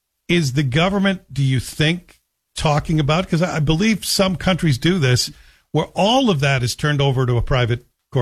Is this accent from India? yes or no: no; Canada; And as a passenger and as a Canadian, I'm in.